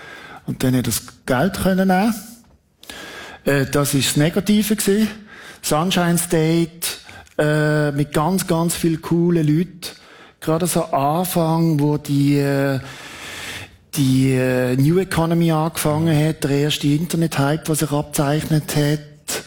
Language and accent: German; Switzerland